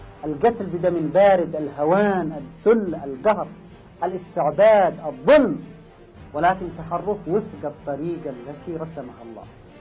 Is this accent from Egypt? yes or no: no; Yemen; عندنا في اليمن